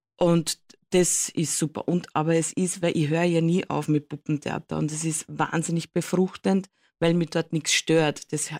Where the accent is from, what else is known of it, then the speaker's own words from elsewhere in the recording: Neusiedl am See, Burgenland, Austria; Also ich komme ja aus Neusiedl am See.